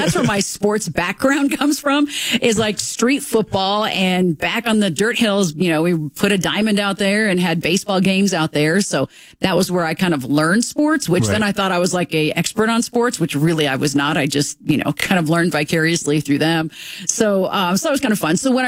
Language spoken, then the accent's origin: English; Denver, Colorado, United States; So I was born in Denver. I'm a fourth generation Colorado native, so I'm through and through.